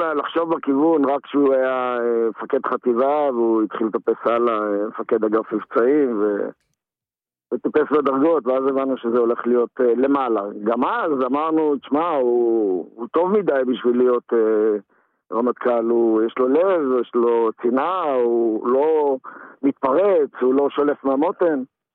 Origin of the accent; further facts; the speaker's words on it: Eilat, Southern District, Israel; גרנו בשכונה א', שזו השכונה הכי גרועה באילת בעצם, הישנה, לא נגיד לגרועה, אבל הוותיקה ביותר באילת.